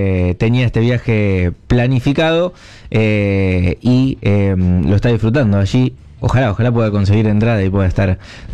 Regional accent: Argentina; ojalá se dé el resultado que esperamos como hinchas argentinos

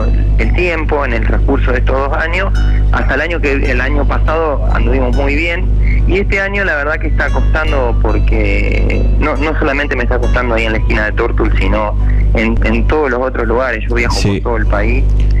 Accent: Fuentes, Santa Fe, Argentina; also born or lived in Casilda; yo siempre digo que soy de Fuente, porque mi pueblo, el lugar donde nací, donde me hice, me sigo haciendo

